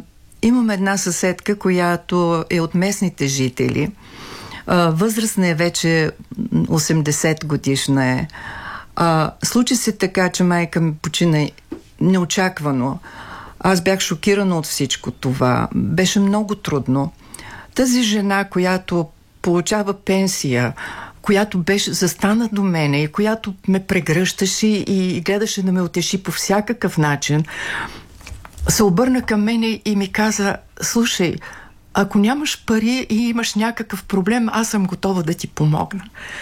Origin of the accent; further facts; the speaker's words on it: Tabachka, Ruse Province, Bulgaria; born there; Това е родното ми място. За мен е най-хубавото кътче на света, независимо от всичко.